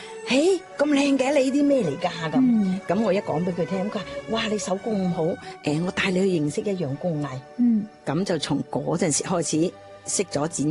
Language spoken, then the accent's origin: Cantonese; Guangzhou, Guangdong, China; 亦都可以咁讲我哋广州人好多即系唔系广州人都好啦